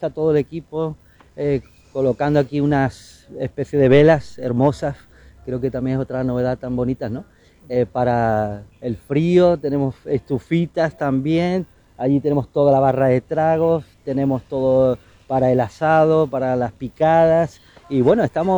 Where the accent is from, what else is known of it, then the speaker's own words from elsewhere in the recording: Spain; now in Villarrica, Paraguay; platos de mi tierra, españoles